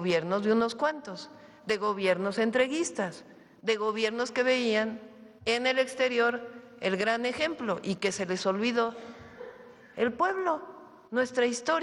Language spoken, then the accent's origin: Spanish; Mexico; los mexicanos podemos. Las y los mexicanos podemos.